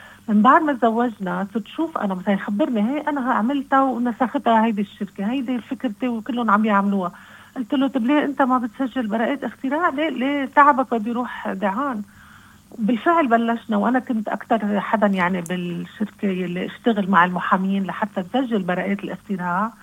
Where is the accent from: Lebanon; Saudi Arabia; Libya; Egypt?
Lebanon; moved away as an adult; also born or lived in United States; يضلوا يفكروا مثل ما نحن بنفكر كلبنانية، يحبوا يرجعوا على الوطن، يكون عندهم إيمانهم نحن مسيحية موارنة